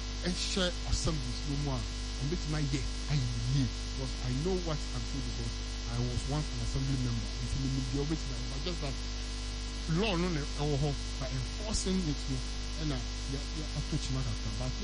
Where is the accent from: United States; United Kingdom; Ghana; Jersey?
Ghana; Say, as a Ghanaian, what's now so, Jumumumu, in your Ghana